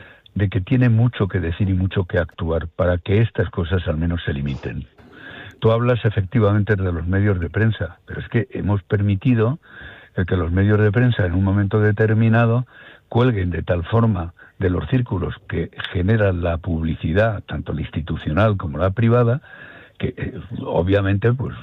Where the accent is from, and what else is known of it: Spain